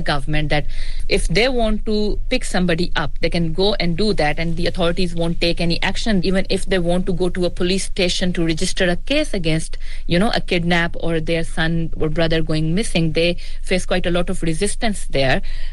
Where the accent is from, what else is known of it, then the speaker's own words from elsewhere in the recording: Pakistan; I am a Pakistani national, but I work with the BBC